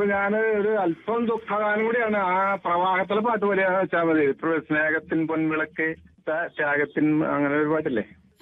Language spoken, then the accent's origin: Malayalam; Kerala, India; born there; moved away as an adult; now in Elavoor, India; എന്റെ ശരിക്ക് തറവാട് അവിടെ ആയിരുന്നു, ആ കുറുമിശ്ശേരി അടുത്ത്.